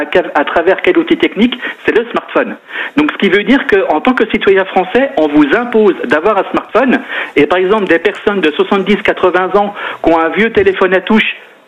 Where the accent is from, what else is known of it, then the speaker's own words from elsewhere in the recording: France; Mais nous, vous comme moi, on est français, on est chez nous